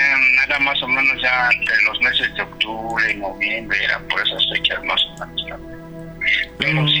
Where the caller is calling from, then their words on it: Mexico City, Mexico; Nosotros somos aquí de Tepito.